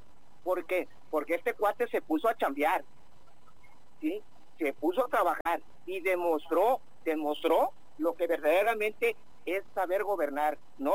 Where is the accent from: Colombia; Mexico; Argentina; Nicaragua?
Mexico; Monterrey, Nuevo León; en mi pueblo, en la ciudad de Monterrey, sí, nunca falta el agua en un año.